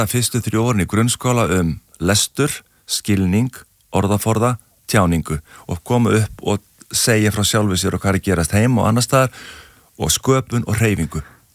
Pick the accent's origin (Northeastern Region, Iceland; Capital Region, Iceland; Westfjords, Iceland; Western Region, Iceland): Western Region, Iceland; Ólafsvík; ég upplýði það sem barn í Ólafsvík, það voru bara bátar að farast.